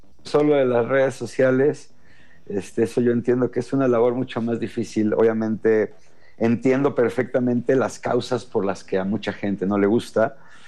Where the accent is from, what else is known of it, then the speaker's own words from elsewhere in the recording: Mexico; que no tengamos que esperar como mexicanos